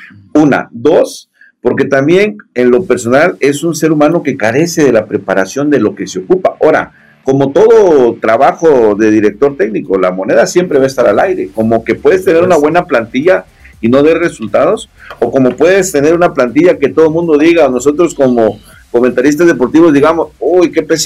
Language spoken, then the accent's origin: Spanish; Mexico; sabemos cómo somos los mexicanos.